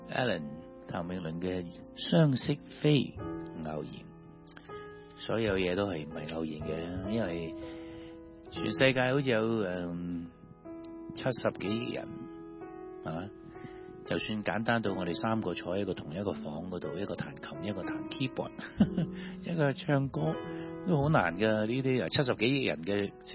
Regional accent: Hong Kong; 咁但係所以我哋身為香港人有一道福氣，因為香港細啊

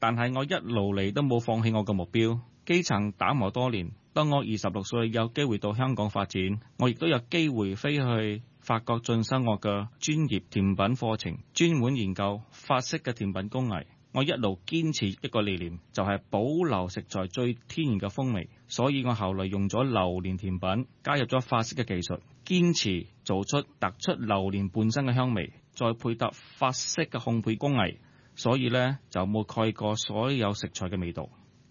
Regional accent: Kuala Lumpur, Federal Territory of Kuala Lumpur, Malaysia; 我系土生土长喺马来西亚吉隆坡，一个好普通嘅华人家庭。

